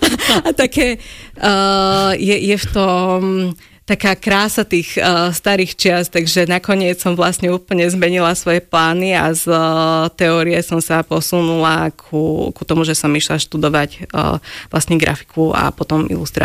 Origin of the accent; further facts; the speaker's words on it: Poprad, Prešov Region, Slovakia; Ja som z Popradu.